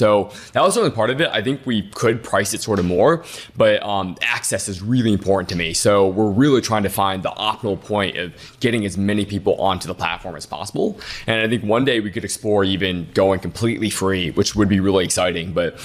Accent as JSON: {"language": "English", "town": "Detroit", "region": "Michigan", "country": "United States", "tie": "born or raised there", "said": "So, born and raised in Detroit, my parents are immigrants. We didn't have a lot of money growing up."}